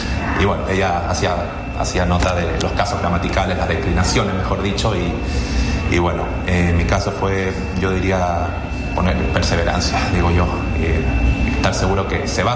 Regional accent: Chile; first language Spanish; moved away as an adult; also born or lived in Vsetín / Prague; now in Brno, Czech Republic; yo a mis paisanos chilenos que solía ver en Praga en aquel entonces

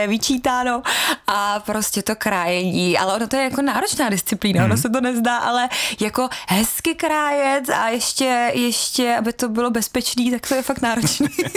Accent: Svitavy, Pardubice Region, Czechia; Ano, jsem přímo ze Svitav, takže jo, jsem.

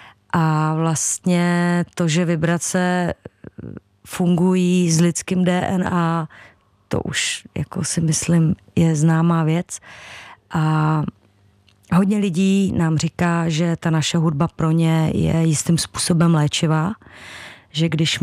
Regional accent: Hradec Králové, Hradec Králové Region, Czechia; já jsem vlastně v té době se vrátila do Hradce, do svého rodného města, a začala jsem tam pobývat většinu svého času

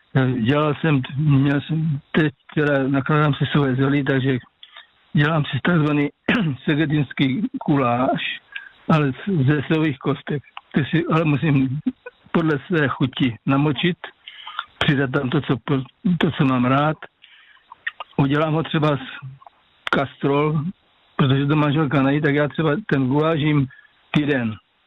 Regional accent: Moravian Slovakia, Czechia; já pocházím z Moravskoslovácka

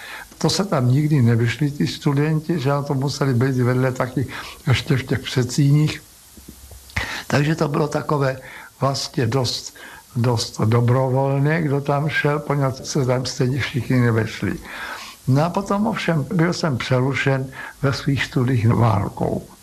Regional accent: Prague, Czechia; born there; kde jsme bydleli tam, kde dneska končí tunel letenský a tam končila taky Praha.

